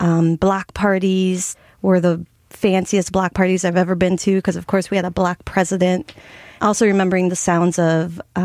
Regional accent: Chicago, Illinois, United States; I grew up in La Villita on 26th and Colon, right by the plaza.

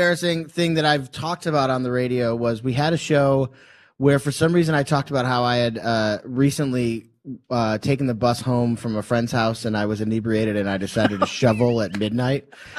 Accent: Royal Oak, Michigan, United States; now in Chicago, United States; Yeah, I grew up in Royal Oak, Michigan

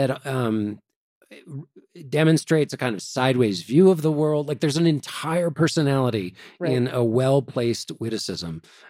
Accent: Washington, District of Columbia, United States

